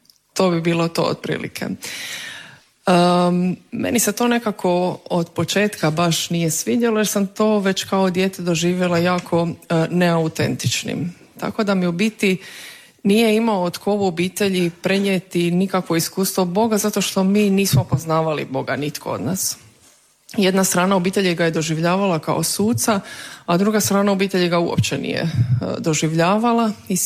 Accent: Rijeka, Primorje-Gorski Kotar County, Croatia; born there; Ja sam rođena u Rijeci pred 33 godine. Rođena sam u jednoj tradicionalnoj riječkoj katoličkoj obitelji.

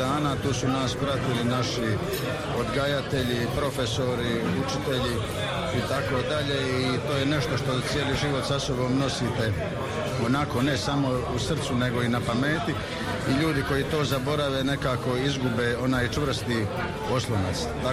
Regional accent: Metković, Dubrovnik-Neretva County, Croatia; moved away as an adult; now in Zagreb, Croatia; Živim i radim u Zagrebu, rodom sam iz Metkovića. Dakle, ovdje sam obavio osnovnoškolsko i srednjoškolsko obrazovanje. Nakon toga sam otišao u Zagreb na visokoškolsko obrazovanje

